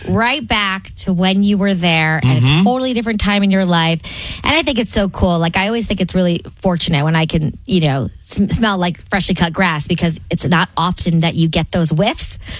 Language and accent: English; New Jersey, United States; now in Las Vegas, United States; it takes me back to growing up in New Jersey. That's where I was born and raised the majority of my life.